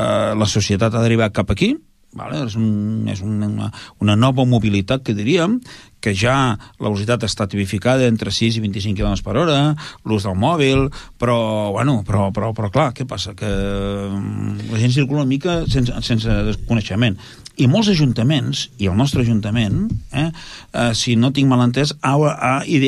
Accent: Tordera, Catalonia, Spain; els que som de Tordera, que hem sigut tota la vida de Tordera, i hem anat puntualment a Barcelona

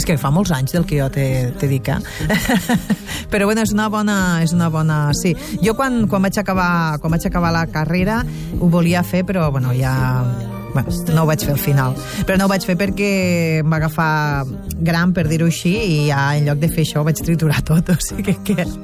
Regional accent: Amposta, Catalonia, Spain; recordo que quan era petita, en Posta almenys hi havia moltes de fogueres

